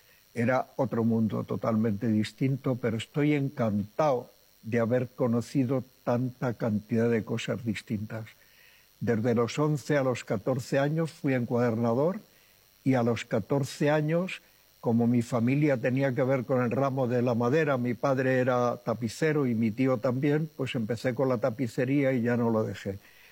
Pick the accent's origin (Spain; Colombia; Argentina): Spain; Ávila, Castile and León; born there; Cuando iba al colegio, nací en Ávila y tenía familia, y cuando iba allí me apetecía estar en el río Adaja, en un sitio que se llamaba la Balsa Verdeja, más que en la ciudad.